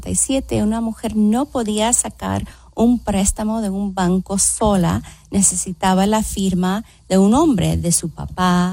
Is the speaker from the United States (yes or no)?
yes; Los Angeles, California, United States; Yo me crié en los East LA, en el este de Los Ángeles